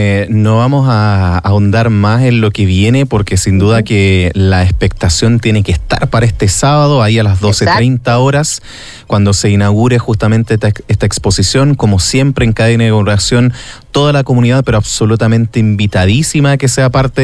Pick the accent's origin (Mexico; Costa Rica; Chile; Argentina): Chile; Los Vilos, Coquimbo; nosotros quienes somos de acá de Los Vilos